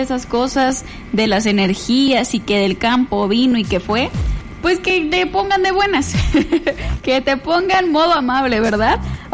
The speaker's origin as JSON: {"language": "Spanish", "country": "Mexico", "said": "cada vez somos más gentes mayores en México."}